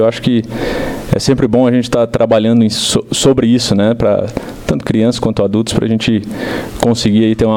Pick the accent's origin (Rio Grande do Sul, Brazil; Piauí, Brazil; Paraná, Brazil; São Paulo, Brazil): Paraná, Brazil; now in Videira, Brazil; Eu sou paranaense, mas estou em Santa Catarina há algum tempo aí.